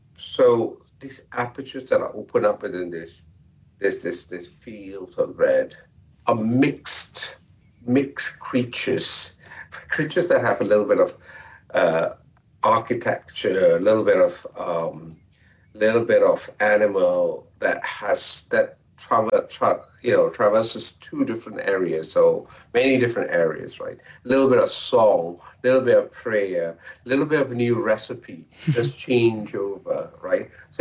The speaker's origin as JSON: {"language": "English", "country": "Malaysia", "said": "I'm a Malaysian."}